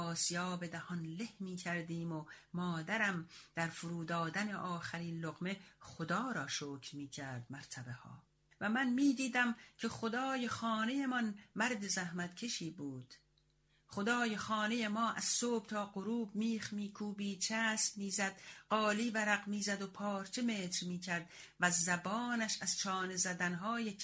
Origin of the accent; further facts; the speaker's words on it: Iran; moved away as an adult; now in Sweden; پس از 2 سال زندگی مخفی در زادگاهم ایران